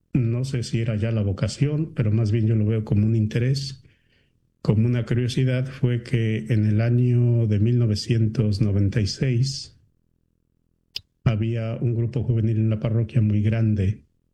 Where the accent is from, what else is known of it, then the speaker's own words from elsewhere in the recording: Mexico; moved away; tengo presente el día que llegué a Chicago fue el 10 de agosto del año 2006, a la primera vez que salí de México al extranjero.